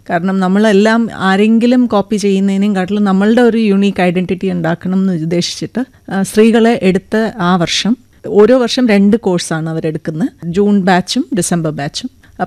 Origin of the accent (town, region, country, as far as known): Bokaro, Jharkhand, India; born or raised there